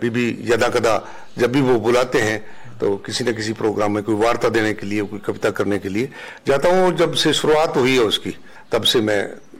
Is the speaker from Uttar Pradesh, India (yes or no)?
no; Rajasthan, India